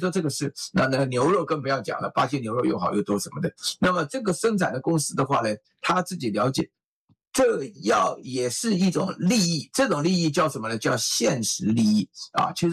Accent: China; 我们中国人有一个非常非常大的麻烦。就我们常常公私不分，你知道吗？

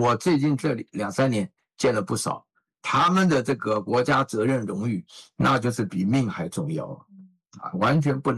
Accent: Shandong, China; 啊，但是我们就比如说像我家乡的人，最优秀的人才啊，那进北大清华不算以外，其他都想当兵。哎，山东人没一个例外啊

